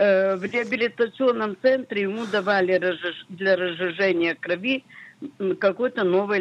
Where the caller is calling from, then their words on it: Tver, Tver Oblast, Russia; Это я из Твери … звоню по поводу моего мужа.